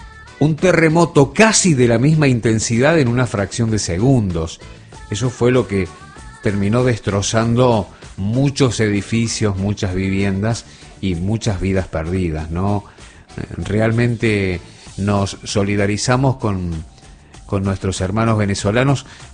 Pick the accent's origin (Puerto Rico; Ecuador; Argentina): Argentina; desde aquí nuestro abrazo fraterno como argentinos